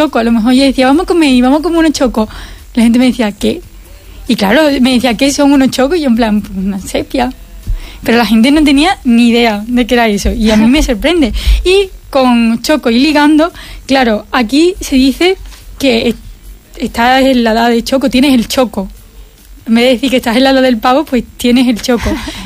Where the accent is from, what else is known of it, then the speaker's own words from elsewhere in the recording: Lepe, Andalusia, Spain; moved away as an adult; now in Madrid, Spain; Yo soy de Lepe, soy de aquí de Huelva, pero yo hace 3 años me fui a estudiar a Madrid.